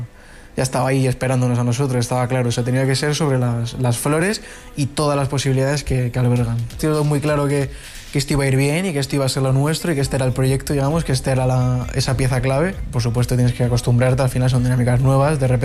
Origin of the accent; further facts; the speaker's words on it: Cáceres, Extremadura, Spain; born there; Tanto mi padre como mis abuelos a sus padres tienen un bar en mi pueblo de Cáceres